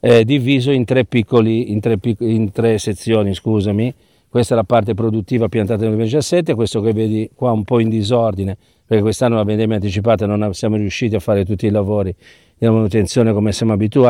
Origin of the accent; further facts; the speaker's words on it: Genoa, Liguria, Italy; ci aggiungo anche da genovese